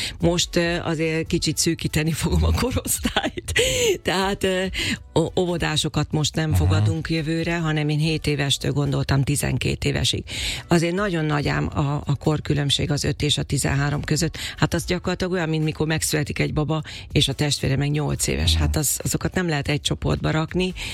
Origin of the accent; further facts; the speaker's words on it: Makó, Csongrád-Csanád, Hungary; Pénteken egész nap a Kalandparkban voltunk, otthon Makón, a Marosparton, hát ugye nekem az idillikus mindenem